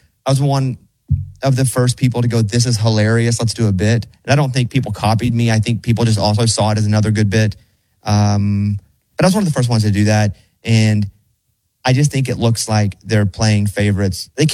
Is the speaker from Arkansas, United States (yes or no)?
yes; Arkansas, United States; But growing up in Arkansas, you learn to hate Texas.